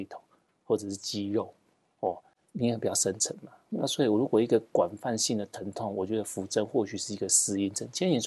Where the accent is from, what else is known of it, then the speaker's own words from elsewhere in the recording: Taiwan; 我们台湾人真的是，哦，我们台湾经济奇迹嘛，都已经是打拼过来的，